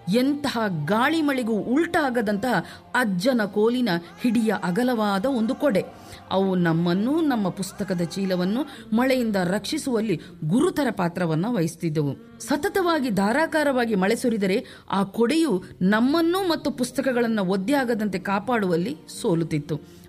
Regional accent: Karnataka, India; born there; ನಮ್ಮ ದಕ್ಷಿಣ ಕನ್ನಡದಲ್ಲಿ ತುಳುವಿನಲ್ಲೊಂದು ಮಾತಿದೆ

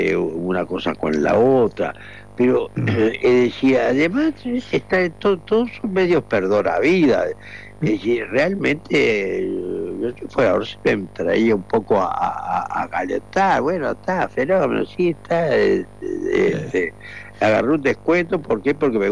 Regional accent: Florida, Uruguay; digo yo que soy de Florida

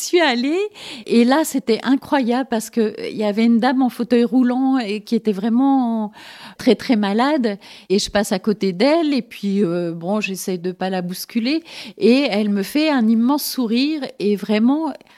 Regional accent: Nancy, Grand Est, France; Et donc, chaque année, chez moi à Nancy, il y avait le train des polios qui traversait toute la France

